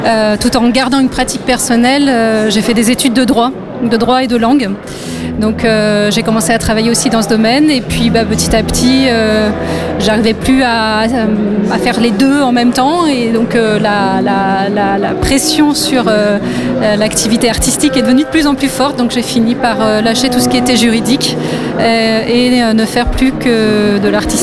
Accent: Toulouse, Occitanie, France; je viens aussi de Toulouse.

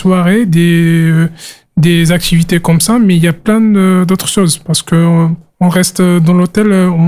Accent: Casablanca, Casablanca-Settat, Morocco; French is a second language; moved away as an adult; now in France; je viens du Maroc.

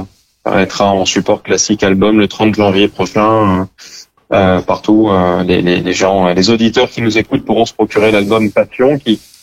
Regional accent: Marseille, Provence-Alpes-Côte d'Azur, France; born there; also born or lived in Saint-Mandé / Nice / Bandol; Je suis né à Marseille, donc La Ciotat. Paris, Saint-Mandé, ensuite Nice, Bandol, donc c'est vrai qu'il y a eu énormément de déménagements

